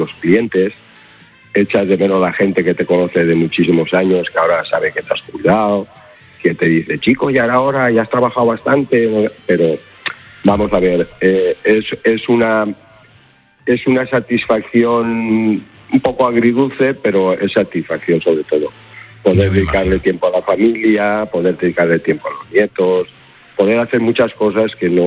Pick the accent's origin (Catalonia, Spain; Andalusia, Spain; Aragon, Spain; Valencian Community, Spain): Valencian Community, Spain; Gandia